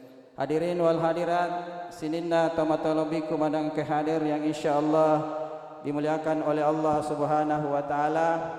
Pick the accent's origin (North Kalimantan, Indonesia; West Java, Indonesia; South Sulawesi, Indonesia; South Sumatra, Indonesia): South Sulawesi, Indonesia; Pinrang ini adalah tempat kelahiran saya. Saya adalah putra asli Kabupaten Pinrang. Saya lahir di sebuah negeri yang sangat indah, namanya California City, Punia Desa Marano, Kecamatan Matiro Bulu.